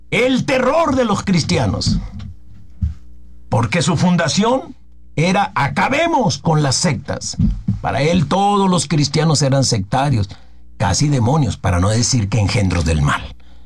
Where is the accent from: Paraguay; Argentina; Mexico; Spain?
Mexico; como los mexicanos, que en ocasiones nos iluminan los extranjeros